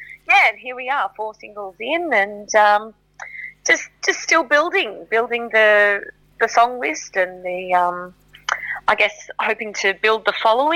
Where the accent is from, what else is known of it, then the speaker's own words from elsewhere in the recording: Orange, New South Wales, Australia; I'm from Orange in New South Wales, and just 10 minutes outside of Orange is a little locality called Nashdale.